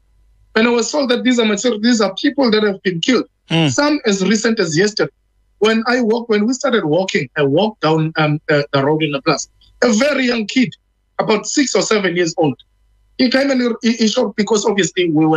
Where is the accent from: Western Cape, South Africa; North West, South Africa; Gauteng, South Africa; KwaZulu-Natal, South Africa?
KwaZulu-Natal, South Africa; I'm one activist from South Africa in KZN